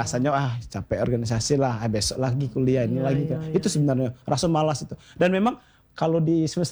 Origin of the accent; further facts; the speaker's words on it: Seluma, Bengkulu, Indonesia; Selumanya itu kita di Desa Simpang, Kecamatan Seluma Utara, Kabupaten Seluma ingat.